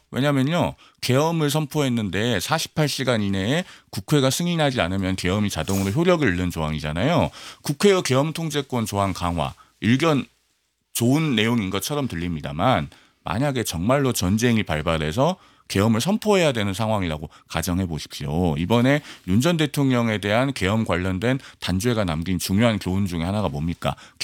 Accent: Honam, South Korea; 제가 호남 출신이기 때문에

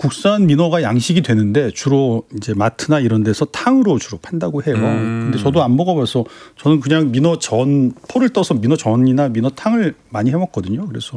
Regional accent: Gyeongsang, South Korea; now in Seoul, South Korea; 저는 경상도 사람이니까 네.

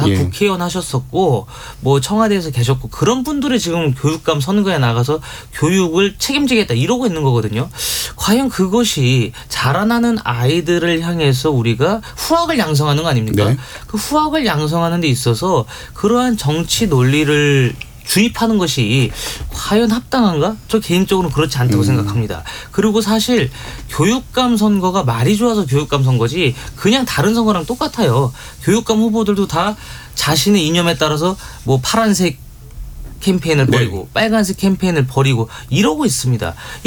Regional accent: Incheon, South Korea; 전 인천입니다.

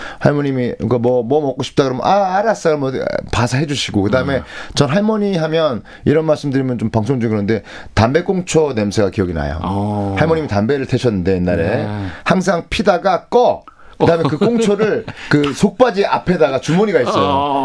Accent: Busan, South Korea; born there; also born or lived in Seoul; 저는 희한하게 부산이 고향인데도 서울 어릴 때 서울 잠깐 있었거든요. 그래서 네. 부산을 거꾸로 놀러 갔었어요. 그러니까 그 뒤로 살게 됐는데

